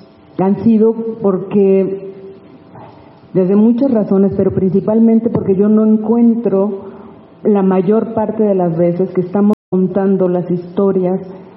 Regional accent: La Paz, Baja California Sur, Mexico; Yo vengo de La Paz, Baja California Sur, soy una orgullosa norteña del sur, hija de don Amado y doña Amelia, con 9 hermanos

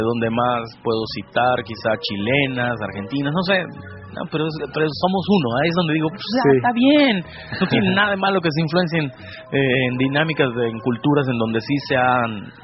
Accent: Veracruz, Mexico; now in United States; yo soy un jarocho migrante acá en Estados Unidos.

